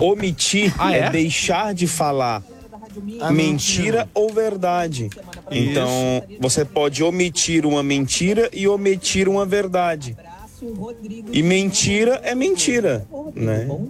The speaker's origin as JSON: {"language": "Portuguese", "town": "Brasília", "region": "Federal District", "country": "Brazil", "said": "Bom dia, bancada. Tudo bem? Eu sou de Brasília."}